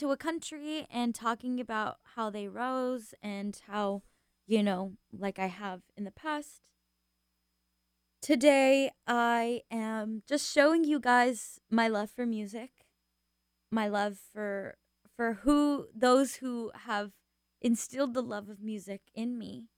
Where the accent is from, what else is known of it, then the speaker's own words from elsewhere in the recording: California, United States; now in San Francisco, United States; I am from SoCal